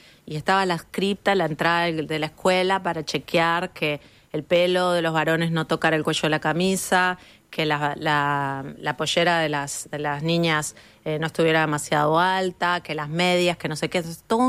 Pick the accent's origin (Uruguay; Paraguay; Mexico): Uruguay; Montevideo; mi cuadra donde yo nací y viví, que es la calle Chaná y Jackson.